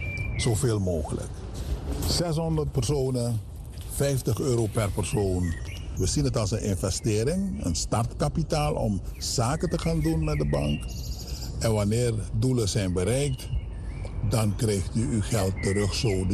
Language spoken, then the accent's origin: Dutch; Suriname; Maar die uitdaging moeten wij als Surinamers aanvaarden.